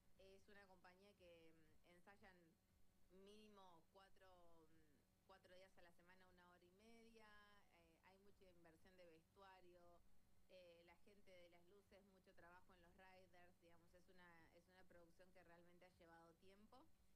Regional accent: San Martín de los Andes, Neuquén, Argentina; born there; moved away; also born or lived in Córdoba, Argentina; después por cuestiones de la pandemia me vine para San Martín de los Andes, que es donde nací.

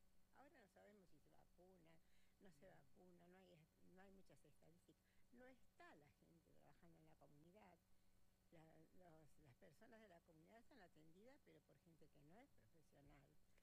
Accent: Picún Leufú, Neuquén, Argentina; now in Neuquén, Argentina; Yo nací en Picunefú, que queda 140 kilómetros de acá.

